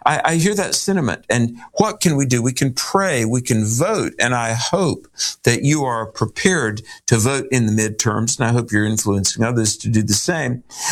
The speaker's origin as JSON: {"language": "English", "region": "North Carolina", "country": "United States", "tie": "born or raised there", "said": "my home state of North Carolina, right in the Piedmont, Archdale, High Point, the big furniture city"}